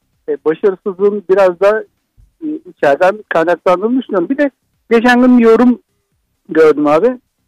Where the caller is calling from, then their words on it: Bursa, Turkey; Bursa'dan.